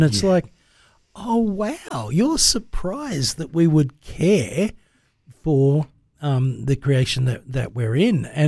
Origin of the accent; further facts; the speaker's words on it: Mudgee, New South Wales, Australia; where I grew up in Mudgee